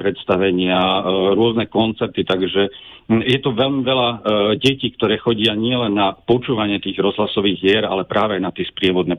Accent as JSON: {"language": "Slovak", "region": "eastern Slovakia", "country": "Slovakia", "said": "ja nie som v Bratislave v centre toho kultúrneho diania, ale som z východného Slovenska"}